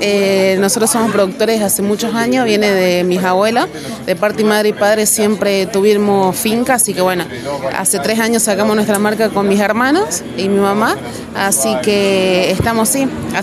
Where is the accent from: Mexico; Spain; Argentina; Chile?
Argentina; Villa Mazán, La Rioja; Nosotros somos productores de La Rioja, de Villa Mazán, somos la quinta generación de productores